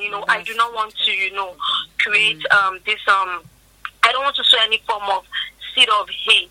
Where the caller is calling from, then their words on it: Abeokuta, Ogun, Nigeria; I'm calling from Abeokuta.